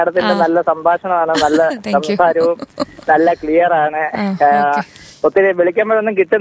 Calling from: Kerala, India; ഞാൻ അവിടുന്ന് ചെമ്മക്കാട്.

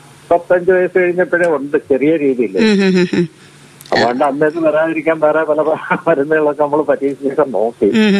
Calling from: Kerala, India; ഞാൻ ഈ കുരിപ്പുഴയിൽ നിന്നാണ്, തൃക്കടോർ കുരിപ്പുഴ.

